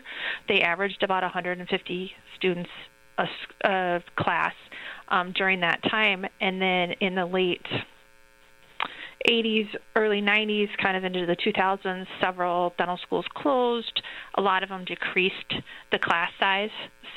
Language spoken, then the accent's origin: English; Norwalk, Wisconsin, United States; I grew up in Norwalk, Wisconsin, which is a very small town, mm-hmm. and I moved back basically to the same area.